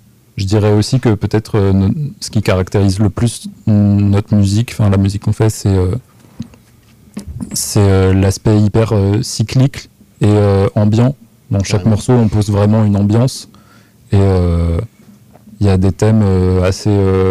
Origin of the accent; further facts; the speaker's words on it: Cosne-Cours-sur-Loire, Bourgogne-Franche-Comté, France; Moi, je viens de Cône-sur-Loire, où il n'y a pas énormément de musique.